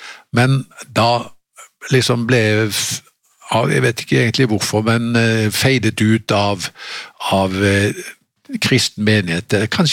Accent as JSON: {"language": "Norwegian", "town": "Haugesund", "region": "Rogaland", "country": "Norway", "tie": "born or raised there", "said": "Og den kom også til Norge og til hjembyen min Haugesund på begynnelsen av 70-tallet."}